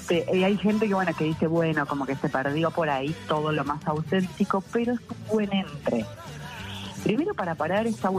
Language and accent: Spanish; Buenos Aires, Argentina; yo no podía creer que esos colores, yo siendo porteña estaba más cerca de los grises.